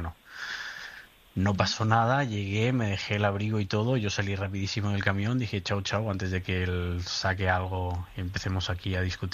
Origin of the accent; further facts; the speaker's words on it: Barcelona, Catalonia, Spain; Barcelona, catalán.